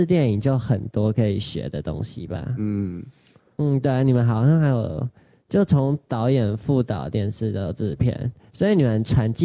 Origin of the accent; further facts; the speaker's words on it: central Taiwan, Taiwan; 只是中南部应该，我自己中南部是不太搭公车，因为我是中部人